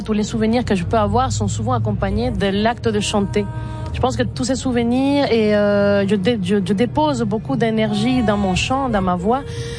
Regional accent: Caracas, Capital District, Venezuela; moved away as an adult; jusqu'au moment où j'ai quitté le Venezuela, j'ai chanté dans cet ensemble. En parallèle de faire partie de la scène underground et alternative de Caracas

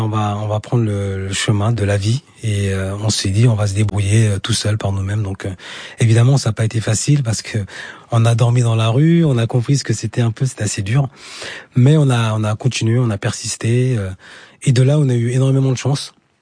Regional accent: Senegal; first language Diakhanke; French is a second language; c'est ma langue maternelle, parce qu'au Sénégal, c'est le Wolof.

